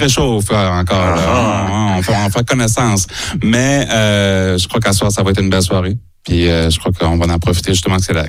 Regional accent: New Brunswick, Canada; accent: Acadian; Nous autres, on vient de la baie des Chaleurs, fait que ça c'est la grande baie qui est entre nous autres et la Gaspésie au Nouveau-Brunswick.

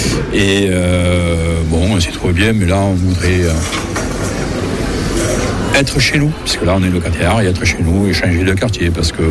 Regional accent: Montauban, Occitanie, France; Je suis né à Montauban il y a un peu plus de 60 ans et je vis à Montauban depuis toujours.

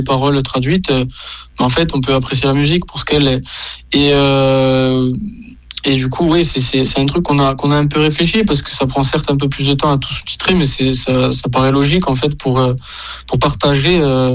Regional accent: Bastia, Corsica, France; accent: Corsican; je viens de Bastia depuis toujours, je suis né là-bas, j'ai toujours vécu là-bas, j'ai eu un petit passage sur le continent pour faire un brin d'études, mais sinon, non, j'ai toujours été ici, ancré à cette île.

